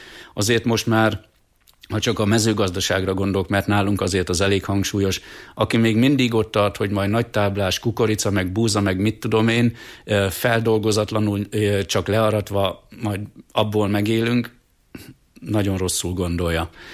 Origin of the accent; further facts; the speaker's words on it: Hungary; magyarok vagyunk